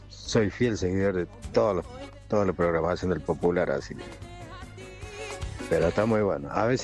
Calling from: La Galera, Argentina; Un abrazo … de acá de La Galera.

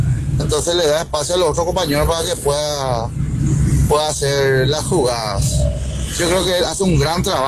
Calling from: Paraguay; Yo soy cerrista, pero como todo paraguayo

